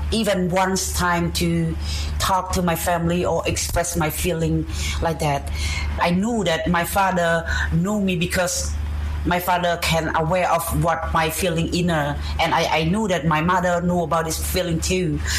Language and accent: English; Siem Reap, Cambodia; I identify myself as a transgender when I was 12 years old, and I was born in Siem Reap in Kandrok village. It's a small village